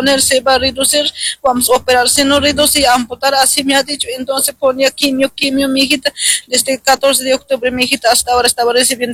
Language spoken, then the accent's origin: Spanish; Cusco, Peru; somos de Cusco.